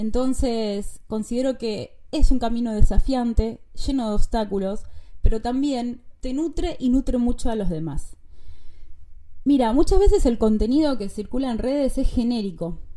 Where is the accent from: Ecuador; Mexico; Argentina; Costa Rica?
Argentina; argentina, y estoy muy contenta de compartir este espacio con vos, desde cualquier parte del mundo donde me estés escuchando.